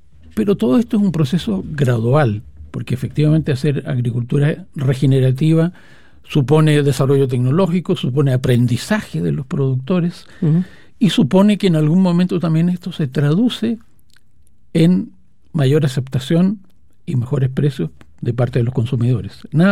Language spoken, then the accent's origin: Spanish; Chile